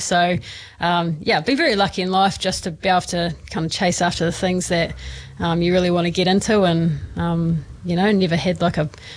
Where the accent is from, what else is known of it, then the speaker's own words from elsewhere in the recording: Inglewood, Taranaki, New Zealand; So growing up in England was awesome.